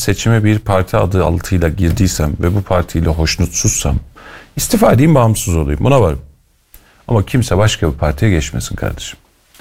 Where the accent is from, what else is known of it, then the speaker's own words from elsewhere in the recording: Kayseri, Turkey; bir Erkiletli olarak söyleyeyim. Yani ben Kuşçuluyum.